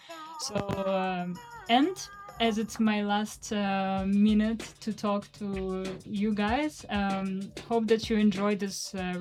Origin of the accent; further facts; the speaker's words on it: United Kingdom; I'm British.